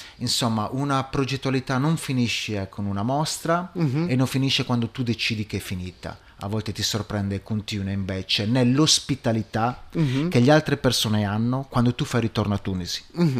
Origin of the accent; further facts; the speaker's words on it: Orani, Sardinia, Italy; moved away as an adult; Ma io sono nato e cresciuto a Orani, che è un piccolo paese in provincia di Nuoro. A un certo punto ho sentito l'esigenza di lasciare l'isola a 20 anni